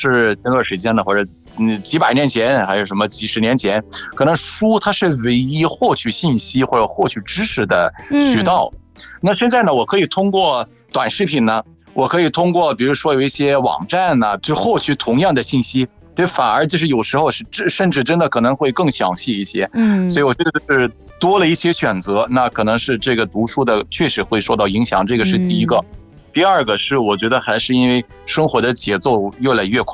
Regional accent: Egypt; 苏克莱斯的穆斯特梅因，

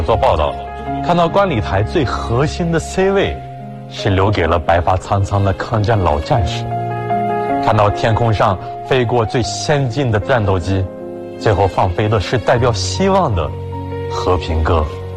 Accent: Ningxia, China; born there; accent: Ningxia dialect; Chinese is a second language; also born or lived in Iraq; 2011年，我们一家有机会来到中国宁夏，开始新的生活。那时候的我以为自己只是搬了一次家，但后来才明白，那是重生。

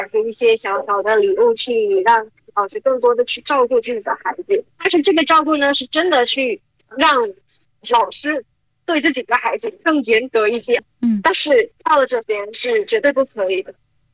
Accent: Cambodia; Chinese is a second language; now in China

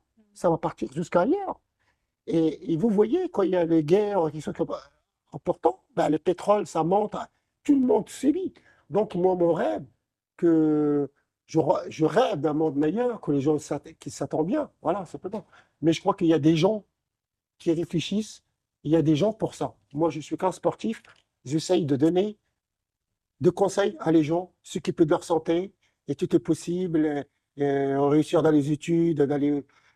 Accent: Morocco; moved away; also born or lived in France; je suis marocain, ils sont contents. Et ben, je suis content. Après, ça se passe très bien. Et après, en même temps, j'ai vécu longtemps en France.

